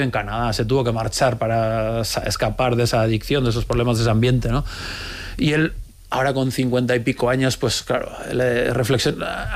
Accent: San Sebastián, Basque Country, Spain; Yo soy de San Sebastián, del año 76

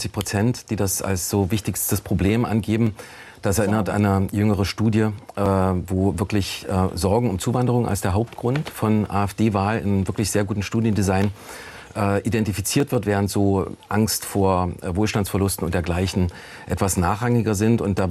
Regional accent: Halle, Saxony-Anhalt, Germany; seit der Flüchtlingskrise in Halle-Neustadt, in meiner Heimatstadt

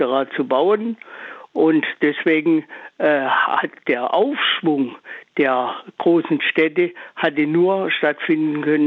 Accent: Pforzheim, Baden-Württemberg, Germany; moved away as an adult; now in Altensteig, Germany; Und zwar bin ich aufgewachsen in Pforzheim. An der Enz habe ich da öfters gespielt

